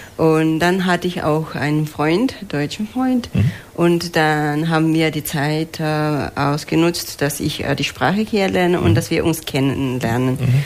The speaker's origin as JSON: {"language": "German", "town": "Huaraz", "region": "Ancash", "country": "Peru", "tie": "born or raised there", "second_language": "German", "moved": "as an adult", "lives_now": "Karlsruhe, Germany", "said": "Kindergarten war im Dorf, wo ich aufgewachsen bin. Mhm. Dann kam die Schule, diese 5.000er, mhm, 6.000er, mhm, in den Anden."}